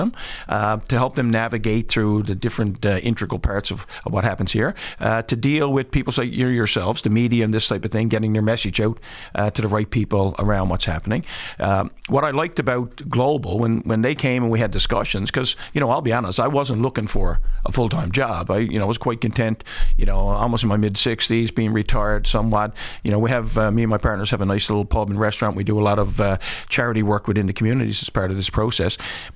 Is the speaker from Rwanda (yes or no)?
no; Newfoundland and Labrador, Canada; being a Newfoundlander and Labradorian